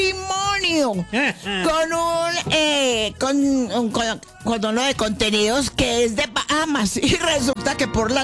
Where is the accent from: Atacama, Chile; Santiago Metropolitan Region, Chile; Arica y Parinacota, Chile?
Arica y Parinacota, Chile; Arica; Mirá que nosotros venimos de un pueblo de Chile que se llama Arica. ¿Vos conocés Arica?